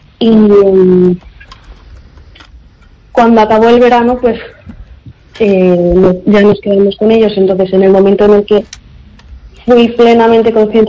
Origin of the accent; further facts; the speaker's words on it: Santiago de Compostela, Galicia, Spain; also born or lived in Valladolid / Segovia; yo nací en Valladolid, como comentaste antes. Me crié en Segovia hasta los 6 años, crecí aquí en Santiago, pero bueno, una parte de mí pues siempre estará en Ecuador